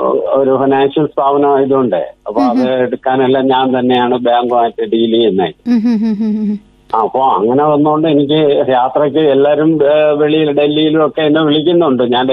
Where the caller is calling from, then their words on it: Kuttichal, Kerala, India; കുട്ടിച്ചൽ.